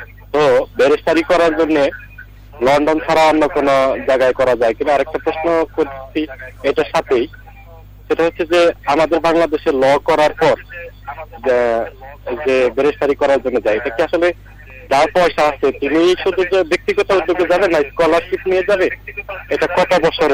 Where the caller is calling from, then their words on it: Sakhipur, Dhaka Division, Bangladesh; বলছিলাম, সখীপুর উপজেলা, টাঙ্গাইল জেলা।